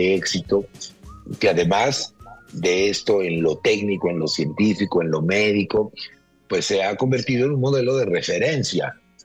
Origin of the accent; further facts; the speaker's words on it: Mexico; gracias como mexicano, como médico